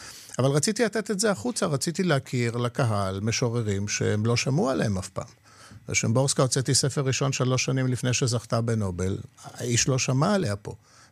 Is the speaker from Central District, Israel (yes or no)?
no; Tel Aviv, Tel Aviv District, Israel; first language Polish; Hebrew is a second language; also born or lived in Jaffa; גדלתי ברמת אביב, וברמת אביב היה אפשר להסתדר עם פולנית ועם יידיש. פולנית הייתה השפה הראשונה שבה נתקלתי.